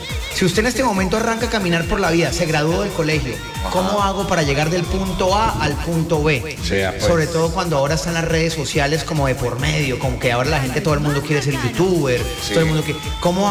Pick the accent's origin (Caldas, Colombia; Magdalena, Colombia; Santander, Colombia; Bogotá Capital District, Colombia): Santander, Colombia; Bucaramanga; yo soy de Bucaramanga